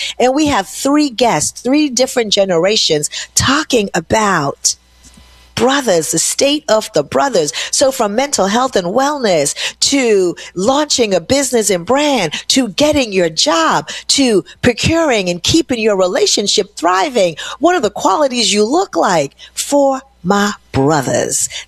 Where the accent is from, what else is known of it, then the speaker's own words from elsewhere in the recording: Cambria Heights, New York, United States; I was in Queens this weekend on Sunday. My old neighborhood, I grew up in Cambria Heights. Shout out to Cambria Heights, Q4 bus.